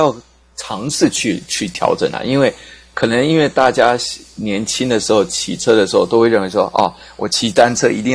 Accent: China; 他其实我们中国人也有约骑啦

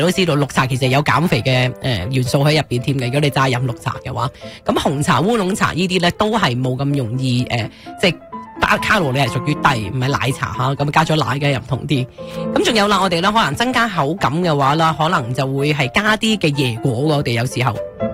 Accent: Hong Kong

